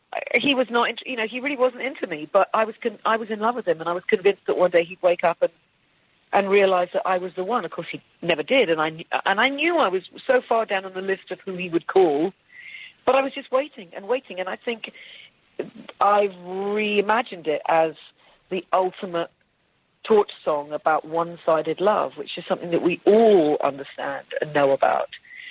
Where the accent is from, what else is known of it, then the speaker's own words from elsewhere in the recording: Wales, United Kingdom; being Welsh.